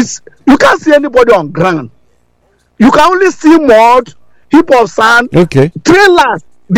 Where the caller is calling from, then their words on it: Lagos, Nigeria; I'm calling from Ikoyi.